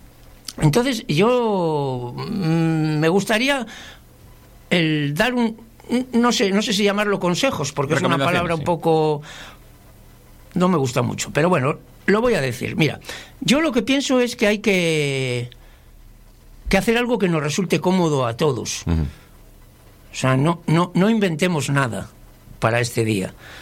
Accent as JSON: {"language": "Spanish", "town": "Laredo", "region": "Cantabria", "country": "Spain", "said": "para los que somos de Laredo"}